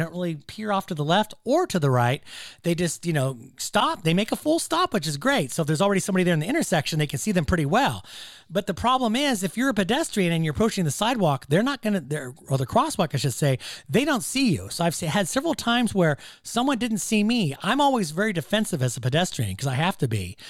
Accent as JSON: {"language": "English", "town": "Davis", "region": "California", "country": "United States", "tie": "born or raised there", "said": "my hometown here in Davis, California"}